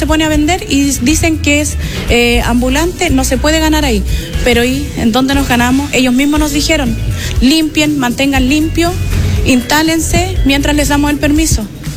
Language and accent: Spanish; Curicó, Maule, Chile; En total somos 25 personas el grupo de nosotros, 25 personas. Las 25 personas somos de Curicó, la mitad es de la población.